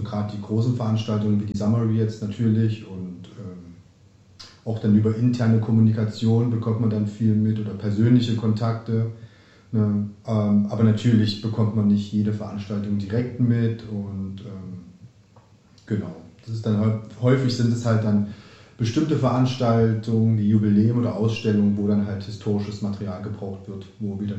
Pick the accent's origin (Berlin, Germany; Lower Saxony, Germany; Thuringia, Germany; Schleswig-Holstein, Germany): Thuringia, Germany; Weimar; ich bin direkt gebürtig aus Weimar